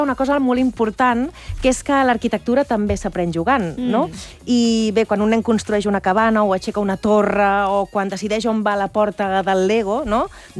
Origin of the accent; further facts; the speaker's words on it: Barcelona, Catalonia, Spain; Sant Andreu, que és el meu poble. Bueno, ja aniràs veient que jo soc molt andreuenca, estic molt arrelada al meu poble.